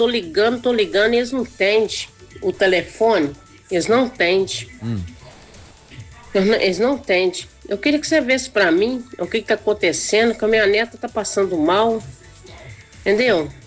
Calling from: Rosário da Limeira, Minas Gerais, Brazil; sou aqui do Corado, pé de Rosário de Limeira.

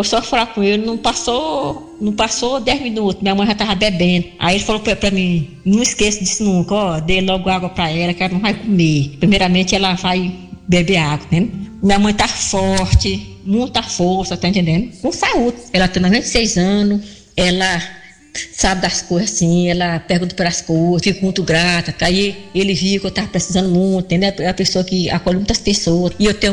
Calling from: Floriano, Piauí, Brazil; Tô falando aqui de Floriano, Piauí.

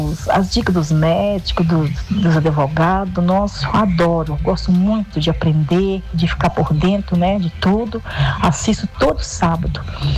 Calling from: João Monlevade, Minas Gerais, Brazil; estou falando aqui de João Molevade.

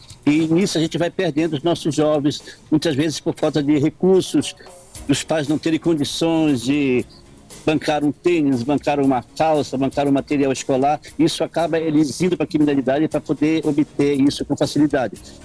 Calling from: Amapá, Brazil; somos amapaense

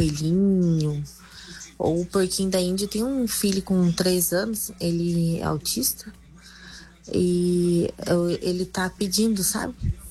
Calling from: Paraná, Brazil; eu sou daqui do Velozório

